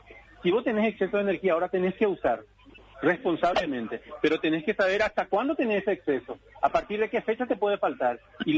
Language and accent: Spanish; Paraguay; a nosotros como paraguayos nos interesa